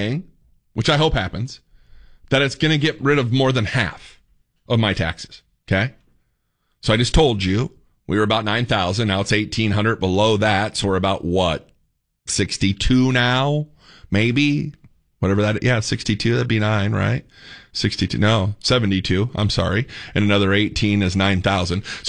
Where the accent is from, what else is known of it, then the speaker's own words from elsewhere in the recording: Northern United States, United States; Once again, I'm a transplant. I'm a Yankee. I came from the North. I say that with pride. I mean, I love Texas. I'm never leaving, ladies and gentlemen.